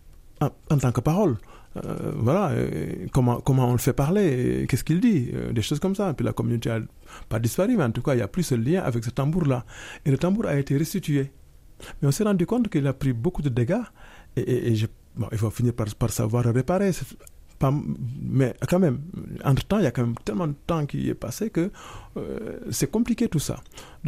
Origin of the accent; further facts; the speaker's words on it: Senegal; moi, en tant que Sénégalais, j'ai eu la chance de voir quelques masques lors des initiations. Mais chez les Wolofs, on ne connaît plus les masques.